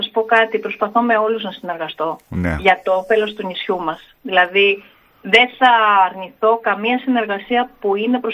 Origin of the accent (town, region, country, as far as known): Ithaca, Ionian Islands, Greece